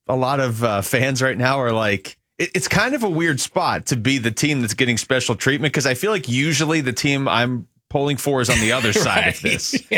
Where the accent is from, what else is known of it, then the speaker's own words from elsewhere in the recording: Seattle, Washington, United States; yeah, I'm from Seattle, but I've always hated the Seahawks even back when I was there.